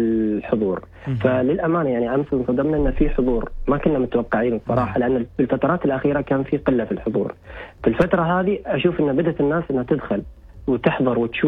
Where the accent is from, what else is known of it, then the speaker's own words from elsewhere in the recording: Dhofar, Oman; المواهب اللي عندنا هنا كشباب ظفاريين أو عمانيين